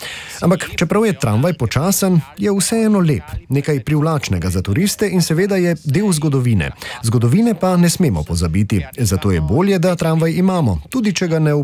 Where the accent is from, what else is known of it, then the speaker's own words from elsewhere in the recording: Trieste, Friuli-Venezia Giulia, Italy; Zame, ki delam na občinah, sem pa iz Trsta, je pol ure veliko, v pol ure pridem že do Ljubljane.